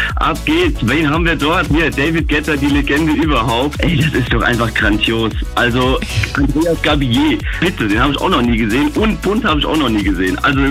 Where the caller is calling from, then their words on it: Frankfurt am Main, Hesse, Germany; Es ist ein Heimspiel. Ich komme aus Frankfurt am Main.